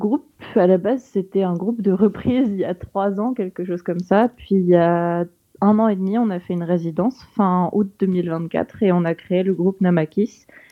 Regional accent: Bayeux, Normandy, France; now in Paris, France; Alors, moi, je suis de Bayeux, j'ai grandi là-bas, mais non, en fait, on a tous un peu des origines différentes.

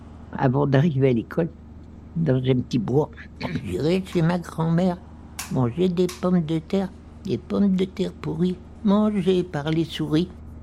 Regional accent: Normandy, France; now in Domfront, France; J'ai grandi à la Bardouillère. Entre chez Louveau et la Guyardière.

